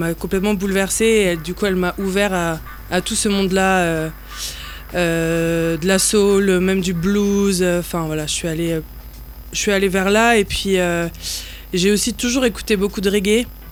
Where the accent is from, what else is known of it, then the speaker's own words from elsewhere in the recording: Brest, Brittany, France; moved away as an adult; now in Rennes, France; Je viens de Brest, mais là, en ce moment, je suis à Rennes. Bon, depuis un petit moment quand même